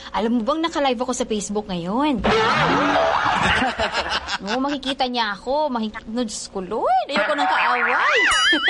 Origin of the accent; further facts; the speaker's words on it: Tagum, Davao Region, Philippines; now in Malaybalay, Philippines; Alam mo bang taga-Davao ako?